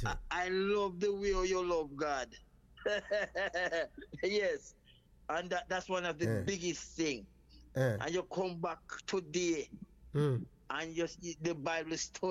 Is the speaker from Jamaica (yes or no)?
yes; Jamaica; We as Jamaican, we had a custom